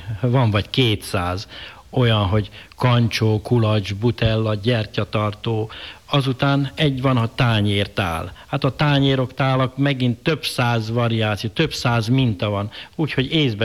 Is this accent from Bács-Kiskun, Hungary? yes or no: no; Komádi, Hajdú-Bihar, Hungary; born there; also born or lived in Budapest / Pécs; Én már itt születtem, Komádi, Bihar megyei községbe, ahol csak néhány napot töltöttem, utána elkerültem Pestre, és a 40-es években Pécsről kerültem ide.